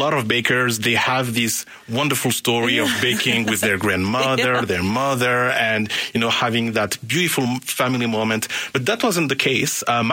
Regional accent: Paris, Île-de-France, France; So growing up, first of all, I grew up in Paris. I was born and raised in Paris.

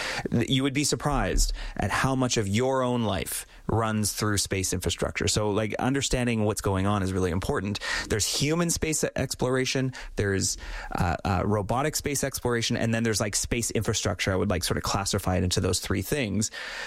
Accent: Canada; being Canadian

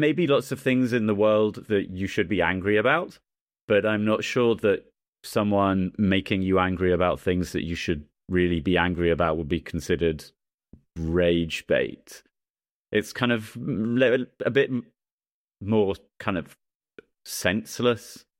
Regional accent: England, United Kingdom; Sorry, I'm English. I call it a shopping trolley.

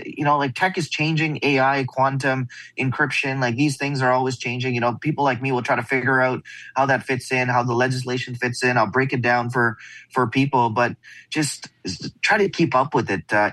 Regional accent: Canada; now in United States; And these are we're two guys from Canada out in the US.

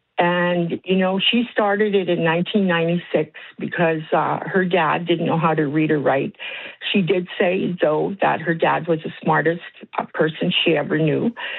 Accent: Edmonton, Alberta, Canada; now in Manitoba, Canada; I'm originally from Edmonton

